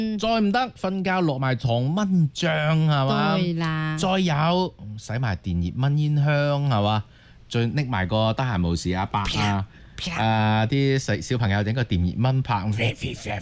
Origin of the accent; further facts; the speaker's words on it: Guangdong, China; 咁虽然咧，我哋广东人咧中意讲咩水为财呀。